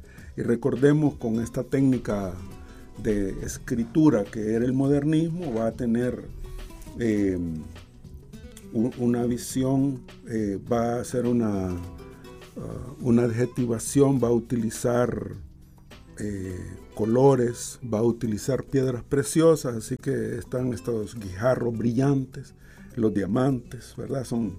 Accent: Tegucigalpa, Francisco Morazán, Honduras; Este poema, para los que somos de Tegucigalpa, se llama Río Grande.

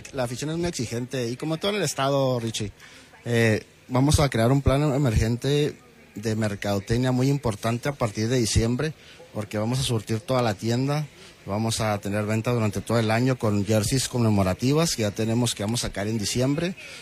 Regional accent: Chihuahua, Mexico; Pero pues al final del día todos somos chihuahuenses, todos somos amigos, ¿verdad?

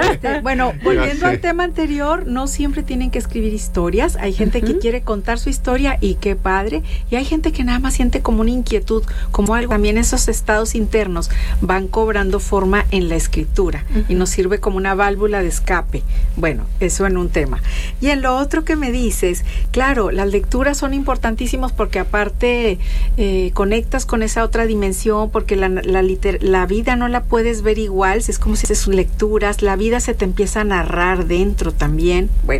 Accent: Mexico

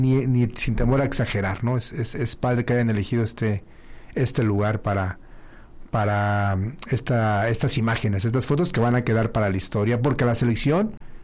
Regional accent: Mexico

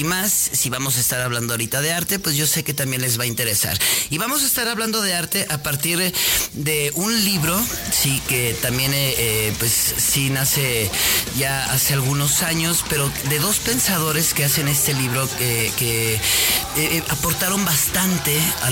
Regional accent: Aguascalientes, Mexico

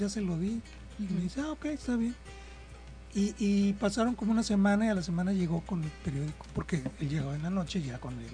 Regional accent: Acapulco, Guerrero, Mexico; born there; Ah, en Acapulco.

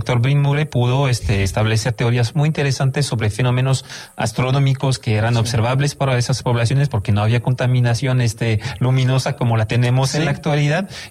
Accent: Monterrey, Nuevo León, Mexico; nuestra identidad como regios y personas del noreste de México

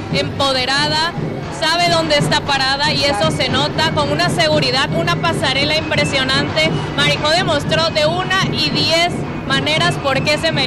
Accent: Tabasco, Mexico; now in Mexico City, Mexico; de volver a reencontrarme con mi gente tabasqueña. Siendo foránea en Ciudad de México, pues extraño esto, extraño a mi gente.

